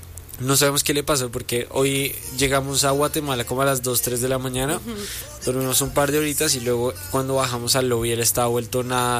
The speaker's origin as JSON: {"language": "Spanish", "country": "Colombia", "said": "somos colombianos"}